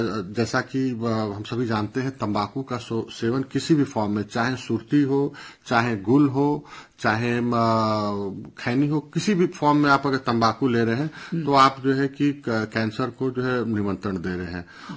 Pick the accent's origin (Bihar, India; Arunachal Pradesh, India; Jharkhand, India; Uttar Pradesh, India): Uttar Pradesh, India; Varanasi; हम लोग काशी के क्षेत्र के निवासी हैं